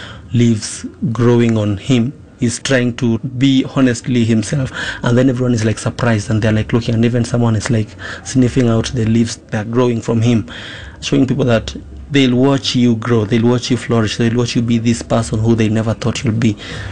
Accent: Nairobi, Kenya; because I've grown in the slums here in Mukuru Koruben.

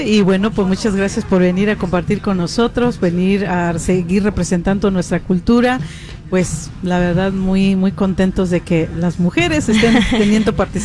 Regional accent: Mexico; now in United States; los migrantes que venimos de México o de nuestros pueblos a trabajar aquí

